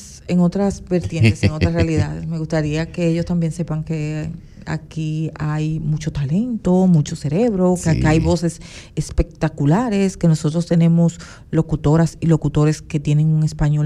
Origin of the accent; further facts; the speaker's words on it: Dominican Republic; espérese, que yo soy dominicano, yo voy a tratar de traducirte.